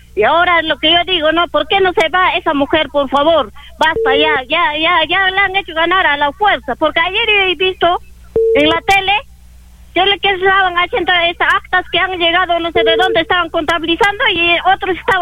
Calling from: Peru; estamos tal como estamos peruanos

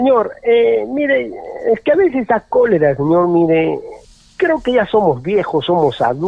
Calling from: Arequipa, Peru; como arequipeño, como peruano

